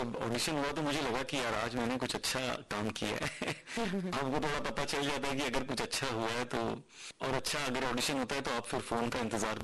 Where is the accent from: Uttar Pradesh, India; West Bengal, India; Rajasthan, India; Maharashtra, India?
Maharashtra, India; Mumbai; तो मैं मुंबई में पला बड़ा हूँ, मराठी बोल लेता हूँ